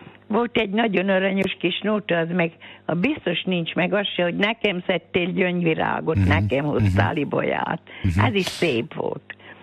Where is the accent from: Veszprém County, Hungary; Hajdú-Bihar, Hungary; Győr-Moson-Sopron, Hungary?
Veszprém County, Hungary; Csabrendek; now in Hegymagas, Hungary; Igen, ez a szülőföldem volt. Hmm. Itt meg ide kerültem. Hegymagasra, ez egy kis pici falu, Szent György hegy tövébe.